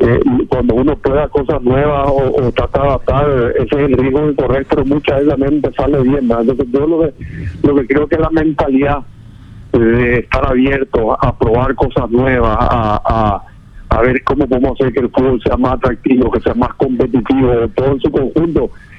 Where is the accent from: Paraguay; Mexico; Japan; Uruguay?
Paraguay